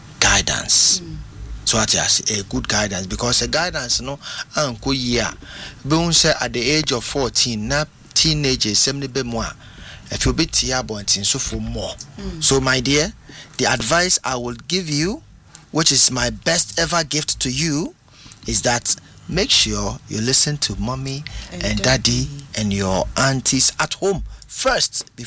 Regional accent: Ghana; in Ghana, our music that we are known for as Ghanaians is known as high life music.

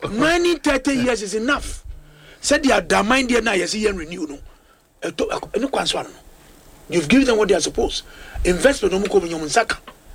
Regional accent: Ghana; I'm from Ghana.

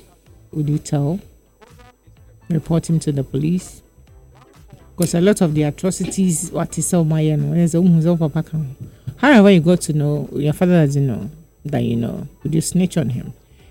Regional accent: Asenfosu, Ghana; I'm from Asenfosu.

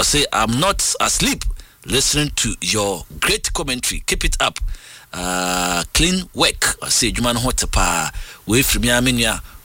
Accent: Katamanso, Greater Accra, Ghana; from Katamanso

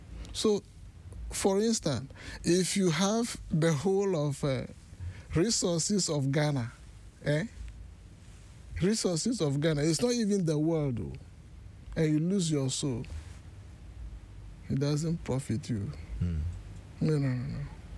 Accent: Trinidad & Tobago; So since I came from Trinidad now, I must say that I know who is God

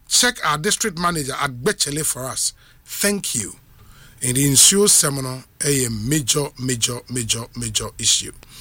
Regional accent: Eastern Region, Ghana; I am from Ebuakwa North Municipality, precisely OCM, in the eastern region of Ghana.

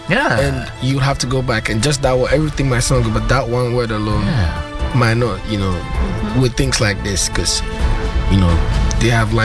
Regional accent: Ghana; I told them, I'm from Ghana.

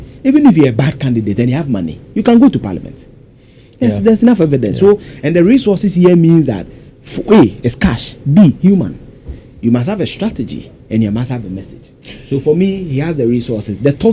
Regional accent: Eastern Region, Ghana; I come from the Eastern region.

